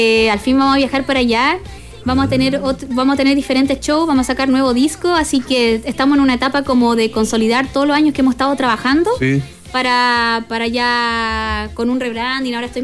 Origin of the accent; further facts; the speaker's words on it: Santiago, Santiago Metropolitan Region, Chile; Sí, de acá de Santiago, sí.